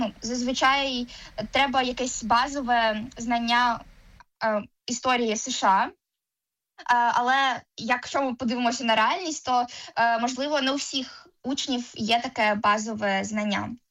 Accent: Enerhodar, Zaporizhzhia Oblast, Ukraine; приїхала до Києва. Я сама не з Києва, я з Енергодару, тому це було таке дуже прям велике adventure

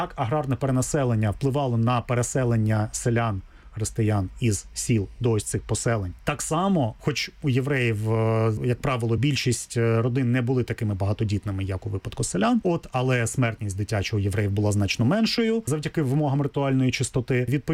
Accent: Kryvyi Rih, Dnipropetrovsk Oblast, Ukraine; ну, я сам з Кривого Рогу, так, і містечко Кривий Ріг на той час ще не місто

